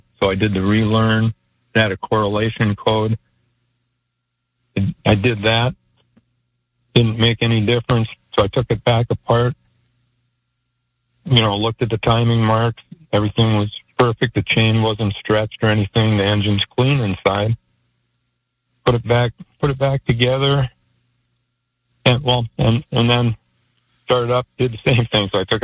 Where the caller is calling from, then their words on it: Minnesota, United States; I listen from Minnesota. I'm a first-time caller.